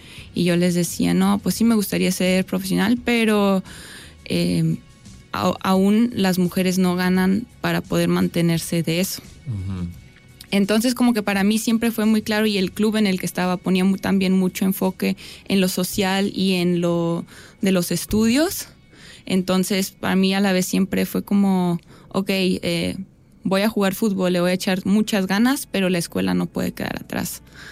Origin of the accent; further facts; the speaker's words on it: Germany; pues yo nací en Alemania, mi papá es alemán, mi mamá es mexicana, de Guanajuato capital, y pues yo nací allá, crecí allá